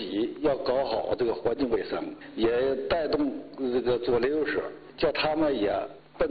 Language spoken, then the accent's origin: Chinese; China; 土生土长的，哎，这是土生土长的，这60多岁了